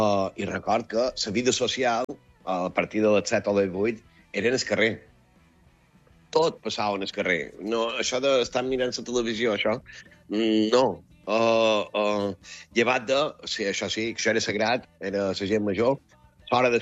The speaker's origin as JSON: {"language": "Catalan", "region": "Balearic Islands", "country": "Spain", "said": "però era tan guapo, era tan viu, tan autèntic com a mallorquins"}